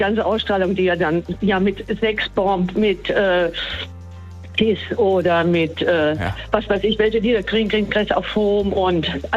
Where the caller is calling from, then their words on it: Petersberg, Hesse, Germany; Ich komme aus Petersberg-Marbach bei Fulda.